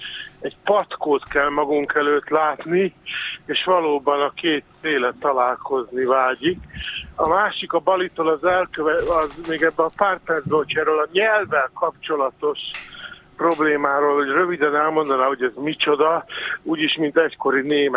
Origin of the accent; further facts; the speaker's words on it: Hungary; Igen, én ezt mindig mondom, hogy iszonyú szerencsések vagyunk magyarként, hogy ez föl sem merül.